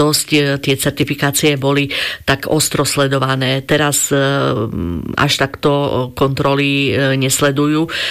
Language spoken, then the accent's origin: Slovak; Plavnica, Prešov Region, Slovakia; to bola učiteľka u nás v Plavnici